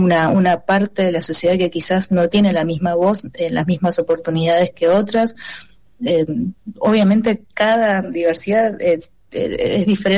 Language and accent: Spanish; Argentina; si bien soy argentina, eso, me ven la cara, o sea, soy claramente parte de una diáspora muy pequeña pero que también conforma la sociedad en la que vivimos en Argentina